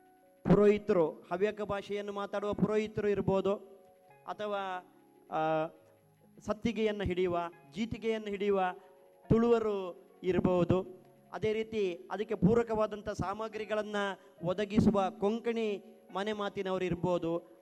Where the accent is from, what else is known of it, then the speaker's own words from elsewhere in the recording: Tulu Nadu, India; ನಮ್ಮ ತುಳು ಕೂಡ ಒಂದು ರಾಷ್ಟ್ರ ಭಾಷೆ